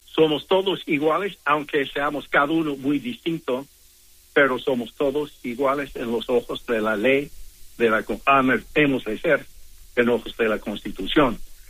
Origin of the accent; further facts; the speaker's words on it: Los Angeles, California, United States; born there; yo nací aquí en Los Ángeles, y mis padres nacieron aquí en Estados Unidos, y de hecho mi familia ha residido aquí en lo que es Estados Unidos por 8 generaciones, más de 300 años